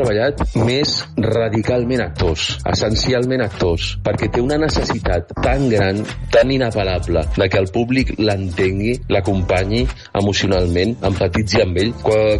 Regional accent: Rupià, Catalonia, Spain; Estat de Rupià, del meu poble.

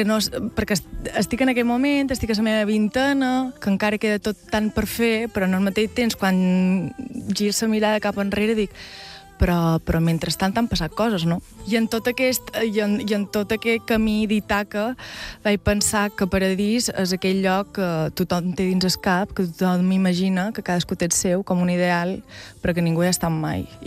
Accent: Valldemossa, Balearic Islands, Spain; Sí, som de Vall de Mossa, Vall de Mossa, no sé què, no sé quantes.

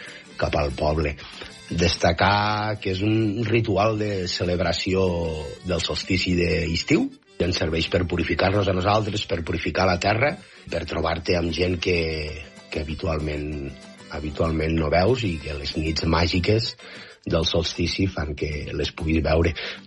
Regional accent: Taüll, Catalonia, Spain

